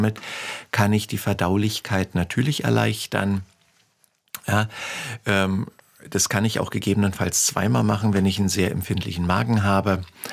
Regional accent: Berlin, Germany; Ich komme ja nun aus Berlin

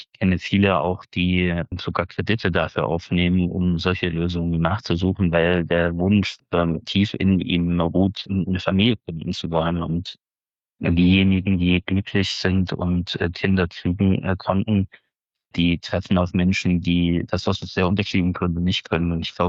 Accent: Jena, Thuringia, Germany; Wenn ich mir überlege, aus meiner Heimatstadt Jena fliegen Sensoren zum Mond oder zum Mars.

